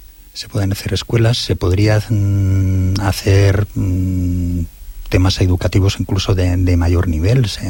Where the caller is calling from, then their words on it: Sant Boi de Llobregat, Catalonia, Spain; yo soy de Ciudad Cooperativa